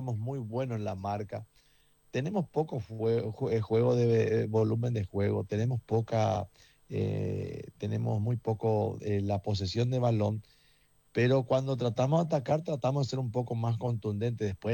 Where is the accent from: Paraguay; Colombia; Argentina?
Paraguay